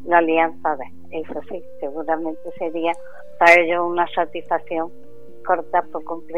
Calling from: Córdoba, Andalusia, Spain; de Córdoba.

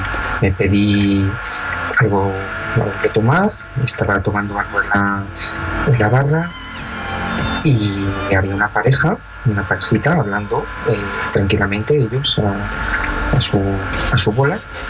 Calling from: Madrid, Community of Madrid, Spain; Desde Madrid

